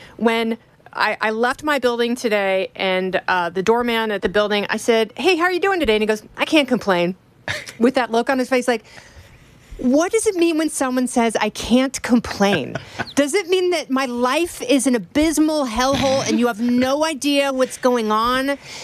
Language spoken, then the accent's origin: English; Brownstown, Indiana, United States; Do you know I'm a Hoosier?